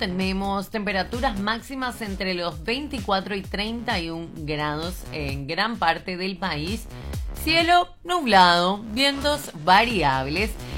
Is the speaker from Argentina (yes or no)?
no; Luque, Central, Paraguay; ¡Epa! Mi barrio encima, Yo crecí toda la vida en Villa Adela